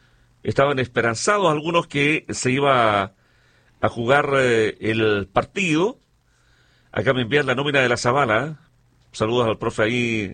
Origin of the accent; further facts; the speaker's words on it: Linares, Maule, Chile; Color, mi corazón es albirrojo, porque nací acá, ¿cierto? Y como linarense me siento orgulloso de estar colaborando por muchos años con Deportes Linares.